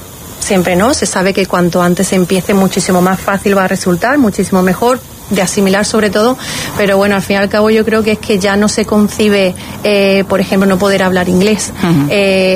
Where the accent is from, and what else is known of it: Córdoba, Andalusia, Spain; also born or lived in England